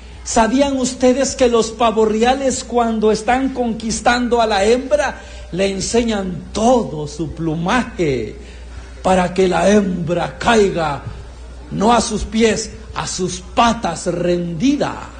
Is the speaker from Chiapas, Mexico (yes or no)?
yes; Frontera Comalapa, Chiapas, Mexico; en mi pueblo, en Frontera Comalapa